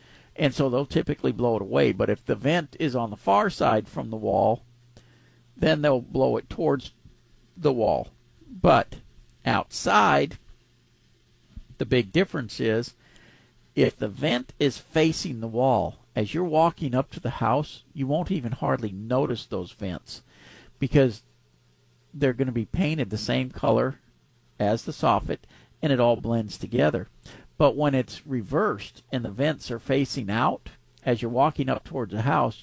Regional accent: Pasadena, Texas, United States; I grew up in Pasadena, and so I've been part of the rodeo for quite a few years already.

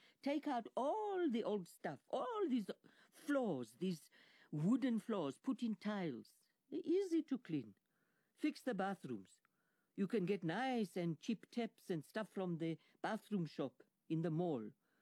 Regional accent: Limpopo, South Africa; In my culture, I come from Venda. The woman always goes to live with the man's family.

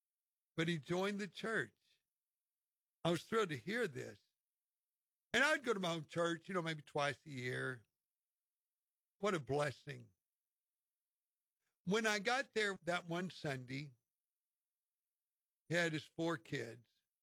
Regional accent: Glen Rose, Texas, United States; now in Houston, United States; I took a job far away from my hometown here in Houston, where I live now. Bobby, still in Glenrose.

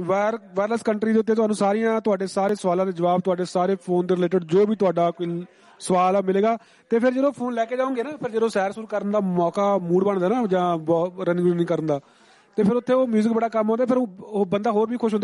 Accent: Punjab, India; ਜਦੋਂ ਮੈਂ ਛੋਟਾ ਹੁੰਦਾ ਸੀ ਨਾ ਤੇ ਸਾਡੇ ਇਲਾਕੇ 'ਚ ਇੱਕ ਸ਼ਹਿਰ ਪੈਂਦਾ ਛੋਟਾ ਜਿਹਾ ਖੰਨਾ ਟਾਊਨ ਹੈ, ਜਿਹੜੇ ਮੇਰੇ ਇਲਾਕੇ ਦੇ ਨੇ ਉਹਨਾਂ ਨੂੰ ਪਤਾ ਹੋਊਗਾ

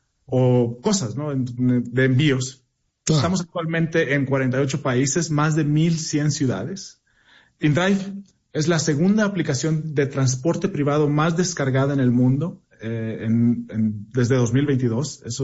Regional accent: northern Mexico, Mexico; a lo mejor el acento se nota. Yo soy del norte de México. En el norte de México estamos muy acostumbrados a ir a los tianguis, al mercado, ¿no?

